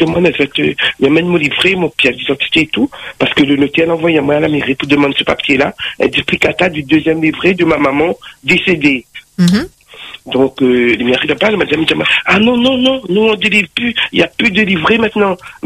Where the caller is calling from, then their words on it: Saint-Denis, Réunion; moi, je suis sur Saint-Denis